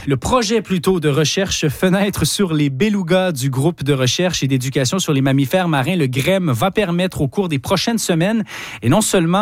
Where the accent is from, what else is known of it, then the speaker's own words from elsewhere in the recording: Rimouski, Quebec, Canada; Je suis originaire de Rimouski